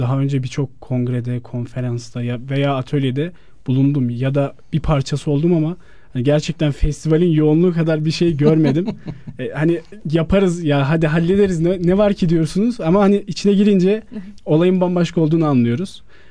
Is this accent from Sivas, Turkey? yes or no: yes; Sivas, Turkey; Radyo, televizyon, sinema 1. sınıf öğrencisiyim. 24 yaşındayım. Elhamdülillah Sivaslıyım.